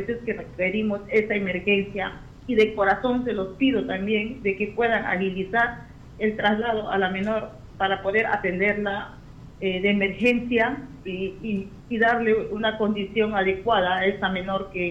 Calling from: Amazonas, Peru; nosotros desde Amazonas

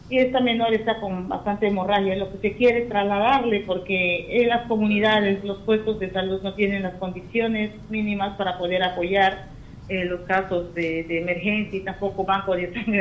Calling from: Amazonas, Peru; nosotros desde Amazonas

